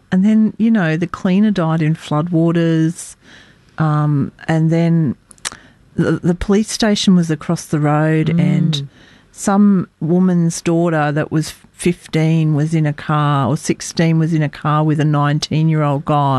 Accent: New Zealand; born there; The hospital I was born in New Zealand was demolished as well.

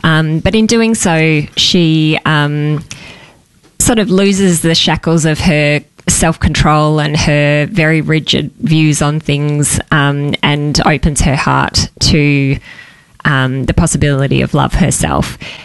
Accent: Melbourne, Victoria, Australia; moved away as an adult; also born or lived in Western Australia; Actually, I was born in Melbourne, grew up in Melbourne, and then moved to WA when I'd finished school.

